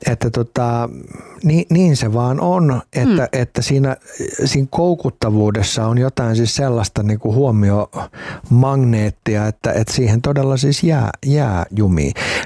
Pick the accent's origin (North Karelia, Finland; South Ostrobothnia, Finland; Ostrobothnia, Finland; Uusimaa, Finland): Uusimaa, Finland; Helsinki; Itä-Helsingistä, mistä itse olen siis kotoisin